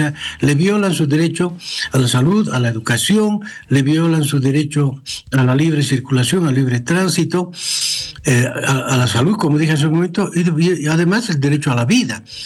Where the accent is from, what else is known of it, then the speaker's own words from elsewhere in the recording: Bolivia; los demás no somos bolivianos para ellos